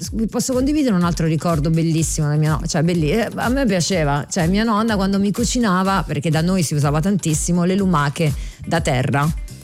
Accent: Apulia, Italy; siamo pugliesi, eravamo sempre a tavola.

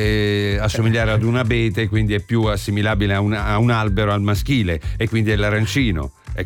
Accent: Tuscany, Italy; now in Rome, Italy; Sono toscano.

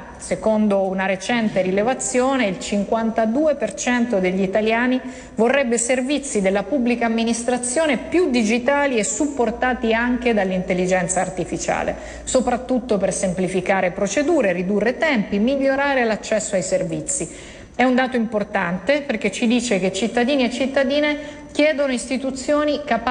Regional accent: Umbria, Italy; In Umbria, la mia regione, più nello specifico a Perugia

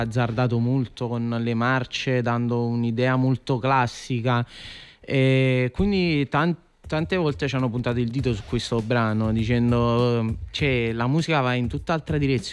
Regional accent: Naples, Campania, Italy; Diciamo che noi cantiamo in italiano, però comunque siamo napoletani e si sente.

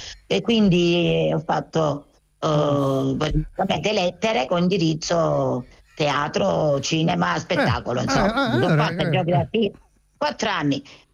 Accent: Galatina, Apulia, Italy; Galatina, provincia di Lecce.

